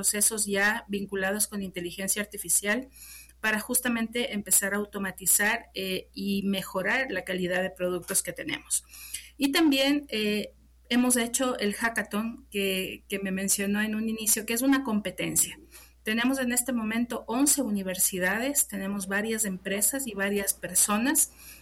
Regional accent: Ecuador

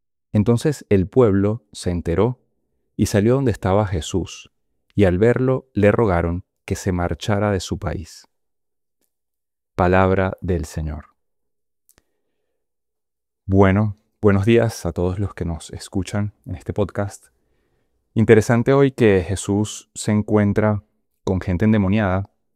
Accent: Venezuela; Yo soy venezolano.

